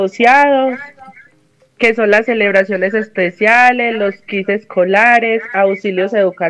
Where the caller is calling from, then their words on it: Colombia; De la vereda Filo.